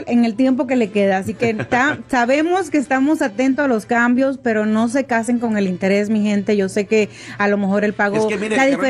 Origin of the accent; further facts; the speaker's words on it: Dominican Republic; now in Arizona, United States; pues llegué directamente a Arizona. ¿O siempre ha vivido aquí? Siempre he vivido. Wow. Yo no soy la dominicana que típica que viene a Nueva York.